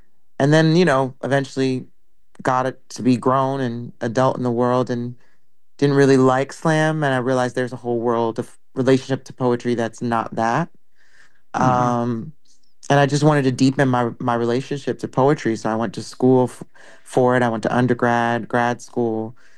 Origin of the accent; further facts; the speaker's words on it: New York City, New York, United States; I am originally from, I was born in Brooklyn. Spent a lot of time raised in different parts of the city, but mostly Brooklyn.